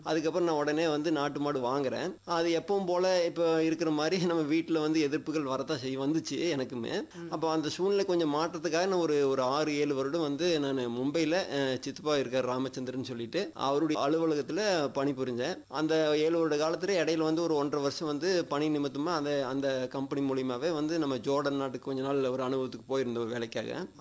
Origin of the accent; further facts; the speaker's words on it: Ooty, Tamil Nadu, India; நான் பிறந்து வளர்ந்ததெல்லாம் ஊட்டிலிங்க. ஊட்டியில் அணிக்குறைங்கிற ஊரில் நான் படித்தேன்.